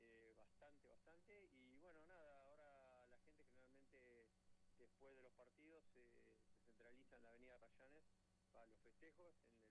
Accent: Argentina

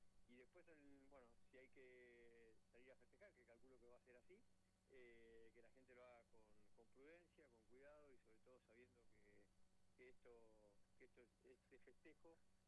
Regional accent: Argentina

